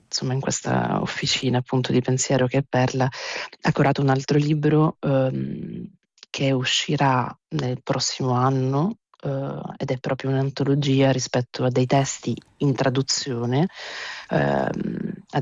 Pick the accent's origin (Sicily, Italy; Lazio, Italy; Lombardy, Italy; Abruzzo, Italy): Sicily, Italy; Io vengo dalla Sicilia